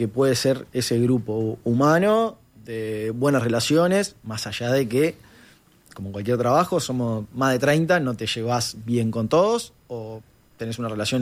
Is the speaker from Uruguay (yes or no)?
yes; Uruguay; como uruguayos no podemos perder eso